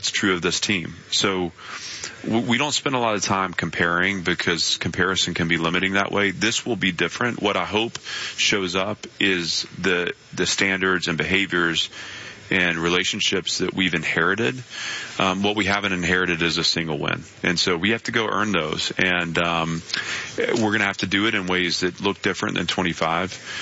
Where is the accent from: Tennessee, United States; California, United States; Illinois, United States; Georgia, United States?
Tennessee, United States; Nashville; none of it had to do with the fact that Vanderbilt's my alma mater or the fact that Nashville is my hometown.